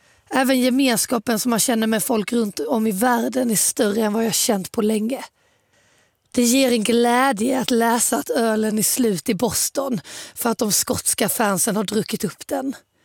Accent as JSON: {"language": "Swedish", "country": "Sweden", "said": "Det var också sjukt tillfredsställande som svensk att se mot Frankrike."}